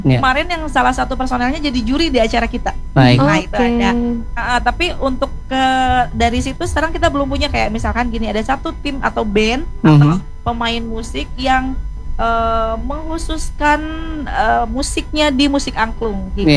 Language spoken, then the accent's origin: Indonesian; West Java, Indonesia; Nah, kita orang Sunda punya nada sendiri namanya damina tilada.